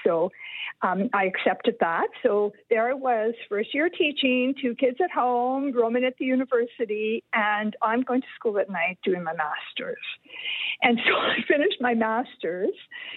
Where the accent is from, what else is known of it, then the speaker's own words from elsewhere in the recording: Canada; moved away as an adult; also born or lived in Rome; now I'm in my home country